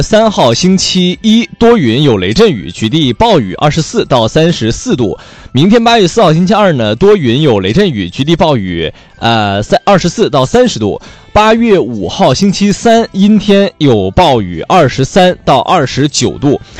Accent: Weihai, Shandong, China; now in Hainan, China; 像我们老家啊，山东威海

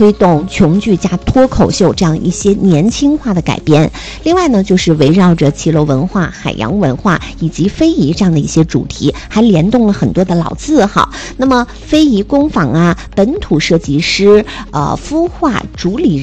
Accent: Hainan, China

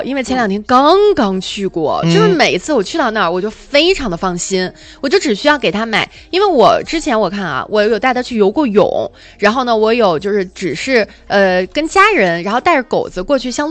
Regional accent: northern China, China; 作为一个北方人，我真的实则是觉得非常非常的惭愧。就是在北方这么多年，但是从来都没有去过大兴安岭、小兴安岭。

